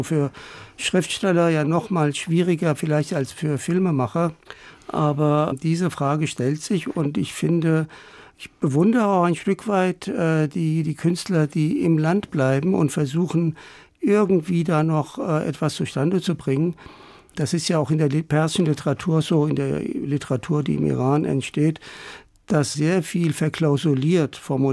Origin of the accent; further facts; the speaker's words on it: Germany; ich bin ja auch hier in Deutschland aufgewachsen